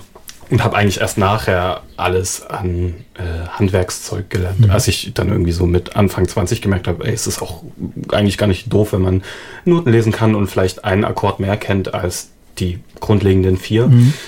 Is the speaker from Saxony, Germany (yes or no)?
yes; Saxony, Germany; moved away as an adult; also born or lived in Leipzig; now in Northern Germany; ich habe in Leipzig studiert und komme aus der Nähe von Dresden, beziehungsweise zwischen Dresden und Bautzen.